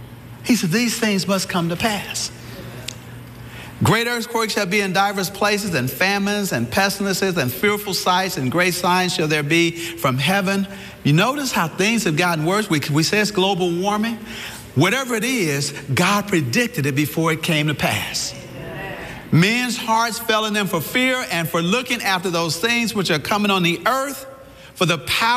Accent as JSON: {"language": "English", "region": "Kansas", "country": "United States", "tie": "born or raised there", "also_born_or_lived": "Missouri", "said": "But I grew up in Kansas and Missouri, and that was Tornado"}